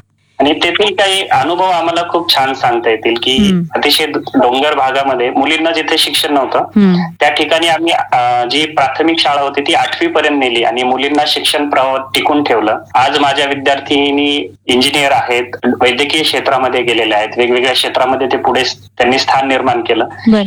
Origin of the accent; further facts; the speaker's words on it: Chikhali, Maharashtra, India; moved away as an adult; also born or lived in Kalamnuri, Hingoli; now in Pune district, India; तसं माझं मूळ गाव बीड जिल्ह्यातील चिखली या गावी, खरं तर चिखली गाव म्हटलं तर एक आध्यात्मिक वारसा लाभलेलं गाव आहे